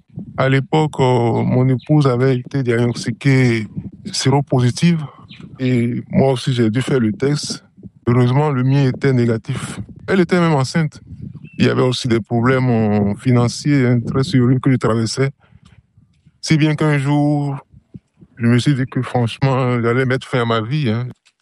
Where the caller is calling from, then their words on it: Parakou, Borgou, Benin; j'ai 45 ans. Je vis à Parakou, dans le nord du Bénin.